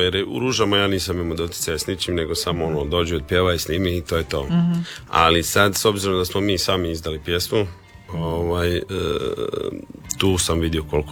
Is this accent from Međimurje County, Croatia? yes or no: no; Pag, Zadar County, Croatia; Rodom sam ja sa Paga